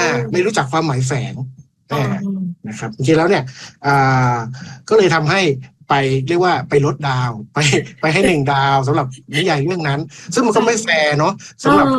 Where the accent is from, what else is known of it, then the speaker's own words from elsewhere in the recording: Lampang, Thailand; ผมเข้าใจภาษาอื่นด้วยนะผมเป็นคนเหนือนะครับผมเป็นคนลำปางนะครับ